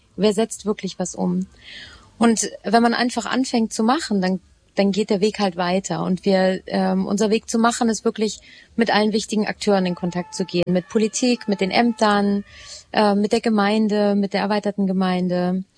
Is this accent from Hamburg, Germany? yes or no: yes; Hamburg, Germany; ich komme ursprünglich aus Hamburg, habe das Stadtleben sehr ausgenutzt und finde aber, dass mein Menschsein gehört mit der Natur zusammen.